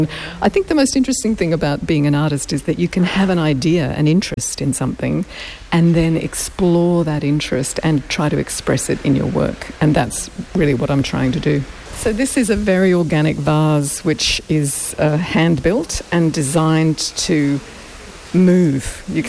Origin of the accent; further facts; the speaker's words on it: Brisbane, Queensland, Australia; I grew up in Brisbane.